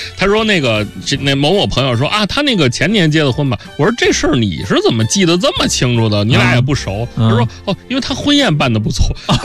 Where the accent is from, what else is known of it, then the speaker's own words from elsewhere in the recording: China; 那我们中国是不吃辣椒的，对吧，我们别说这个省，整个中国都没有辣椒